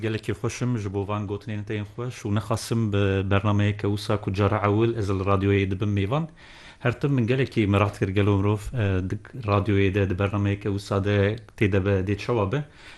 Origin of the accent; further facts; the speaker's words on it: Bismil, Diyarbakır Province, Turkey; ez bixwe asli xwe ji Mêrdînê me lê li Bismilê ji dayîk bûm û mezin bûm.